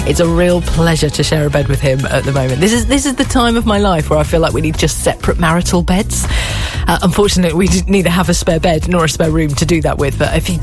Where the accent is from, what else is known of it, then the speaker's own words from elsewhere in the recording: United Kingdom; obviously being British